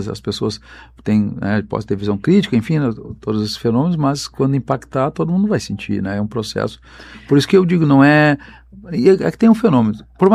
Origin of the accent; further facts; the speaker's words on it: Rio Grande do Sul, Brazil; moved away as an adult; eu saí do Rio Grande do Sul, saí da minha cidade, da minha região há 30 anos, eu voltei lá 3 vezes